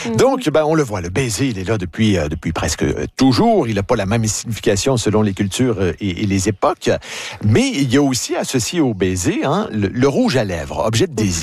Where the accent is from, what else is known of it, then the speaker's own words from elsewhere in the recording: Quebec, Canada; Le French kiss qui va devenir chez nous, au Québec, on dit le necking.